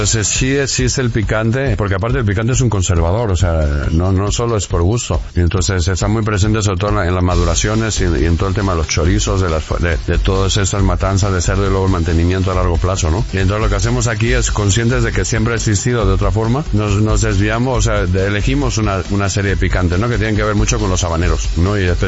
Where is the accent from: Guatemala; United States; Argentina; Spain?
Spain; Canary Islands; moved away; eso es lo que somos los canarios, ¿no? Somos la migración en pura y dura y el mestizaje puro y duro